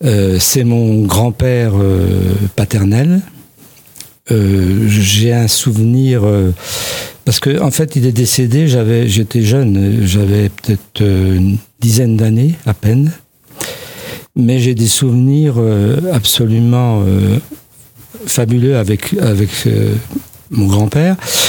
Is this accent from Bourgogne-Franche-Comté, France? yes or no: yes; Pontaubert, Bourgogne-Franche-Comté, France; moved away as an adult; now in Aligny-en-Morvan, France; Petit village à Pont-Aubert, petit village entre Vézelay et Avallon.